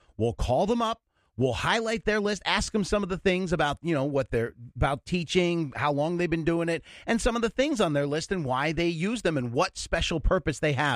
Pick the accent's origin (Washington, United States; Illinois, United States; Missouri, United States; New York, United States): New York, United States; moved away; growing up in New York.